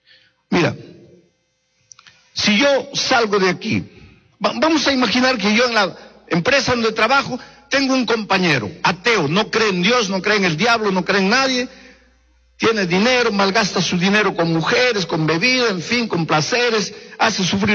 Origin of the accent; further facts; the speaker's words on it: Brazil; En el Brasil nosotros tenemos una frase que dice así.